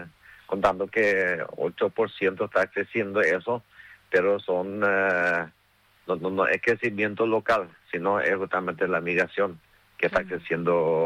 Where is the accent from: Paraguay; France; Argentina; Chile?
Paraguay